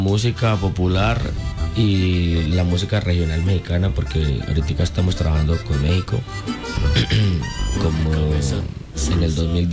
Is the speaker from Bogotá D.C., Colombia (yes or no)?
no; Guamal, Meta, Colombia; now in Bogotá, Colombia; Yo soy, obviamente me enorgullece decir que soy de Guamal, que es mi pueblo.